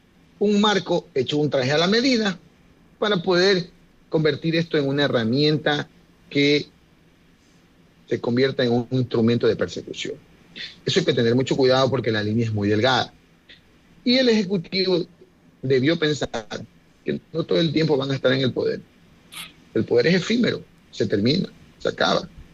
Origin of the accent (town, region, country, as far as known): Ecuador